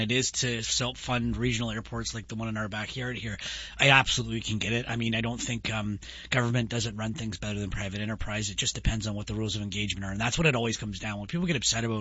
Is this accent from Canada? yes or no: yes; Canada; As a Canadian, I'm proud to see where this goes